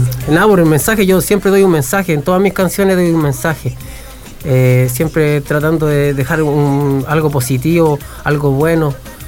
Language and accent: Spanish; Valparaíso, Chile; Sí, nací y criado ahí en Placeres.